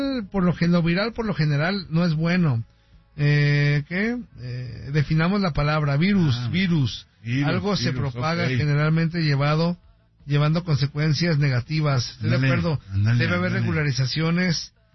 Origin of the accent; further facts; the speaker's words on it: Mexico; Pues nosotros como mexicanos, claro, estamos saludando a todo el mundo.